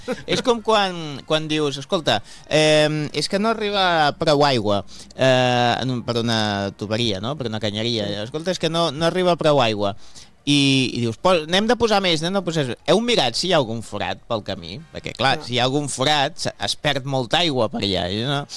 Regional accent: Madeira, Portugal; now in Spain; Sí, mira, jo vinc de Madeira, que és una illa, i està foradada per tot arreu per construir túnels.

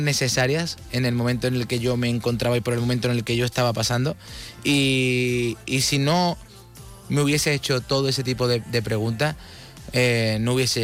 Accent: Andalusia, Spain; Soy andaluz y eso lo llevo siempre por bandera.

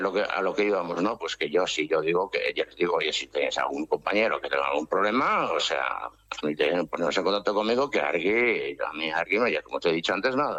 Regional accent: Oiartzun, Basque Country, Spain

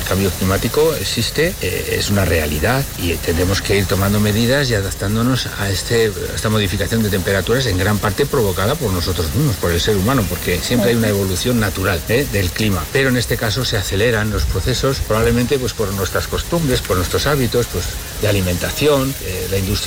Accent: Hormilla, La Rioja, Spain; born there; Yo nací en Hormilla.

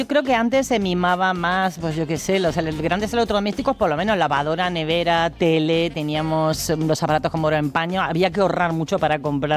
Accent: Madrid, Community of Madrid, Spain; He visitado un taller de reparación que hay en el barrio en el que yo crecí, en Prosperidad, en Madrid, que antes de las 10 de la mañana ya tenía cola.

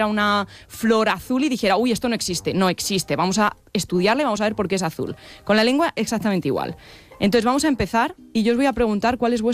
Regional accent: Guadalajara, Castilla-La Mancha, Spain; born there; Nací en Guadalajara.

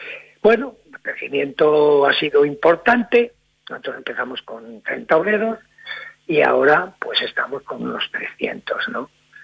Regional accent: Peñaranda de Bracamonte, Castile and León, Spain; yo no nací en Peñaranda, yo vine aquí a los 6 años.

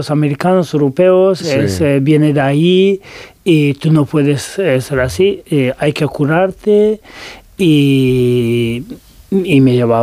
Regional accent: Tehran, Tehran Province, Iran; Spanish is a second language; yo crecí en Teherán, los años de, en infancia mi familia mudaron a Teherán, pero nunca tuve el valor de volver y vivir ahí

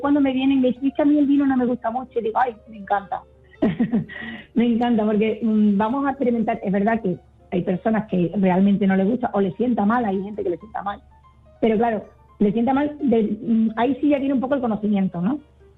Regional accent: Cádiz, Andalusia, Spain; Por ejemplo, yo que soy de Cádiz, pues llevar el vino extremeño allí

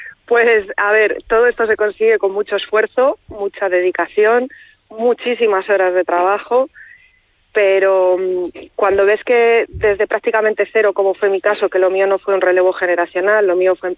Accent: Madrid, Community of Madrid, Spain; born there; moved away as an adult; Yo, por desgracia, nací en Madrid y a los 22 años ya dije que hasta aquí habíamos llegado. Me vine al pueblo de mis padres, yo no quería saber nada de una gran ciudad.

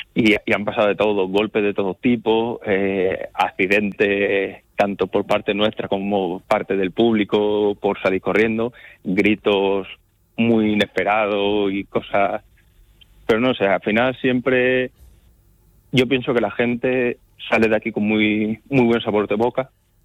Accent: Yecla, Region of Murcia, Spain; nosotros somos de Yecla, entonces estamos a 200 kilómetros.

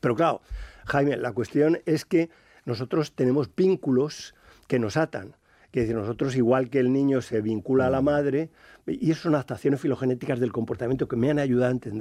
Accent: Community of Madrid, Spain; now in Salamanca, Spain

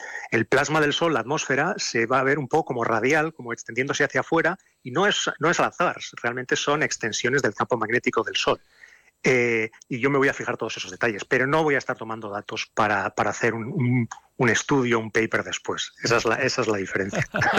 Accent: Pamplona, Navarre, Spain; Yo soy de Pamplona, pero tengo mis padres y mis abuelos eran de Lodosa.

